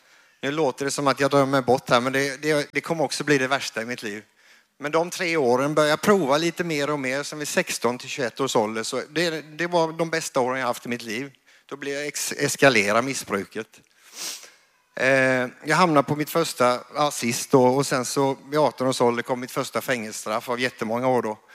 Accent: Kalmar, Kalmar County, Sweden; born there; also born or lived in Åtvidaberg; now in Karlskrona, Sweden; jag är född i Kalmar.

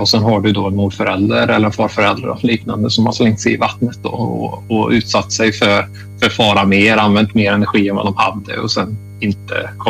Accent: Sweden; som svensk

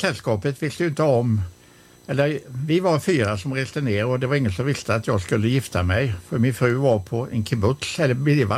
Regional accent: Sjövik, Västra Götaland County, Sweden; born there; also born or lived in Mölndal / Kållered / Furusjö / Partille; Och då var 57 vi kom till Sjövik, en smalspårig järnväg som numera är nedlagd. Och där bodde vi också väldigt, väldigt nära spåren.

